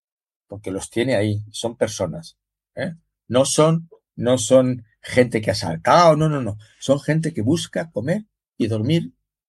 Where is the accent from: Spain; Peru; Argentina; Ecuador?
Spain; Soy español, pero he empezado por ahí.